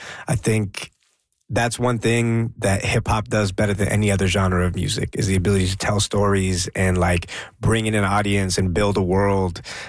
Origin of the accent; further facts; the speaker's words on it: Canada; born there; I'm Indian by heritage, Gujarati, born in Canada, and my family spent three generations in East Africa in between India and Canada.